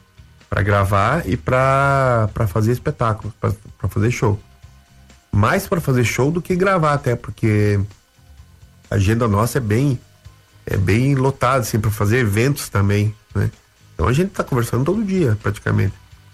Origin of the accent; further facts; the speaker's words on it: Rio Grande do Sul, Brazil; now in Curitiba, Brazil; eu falava muito bah, tchê, né? Falei, bah, cara, não vai dar. Só não vai, né? Eu sou gaúcho, vou perder a identidade. Meio bairrista ainda, né? Tu vê, depois virei bairrista curitibano. Eu sou curitibano.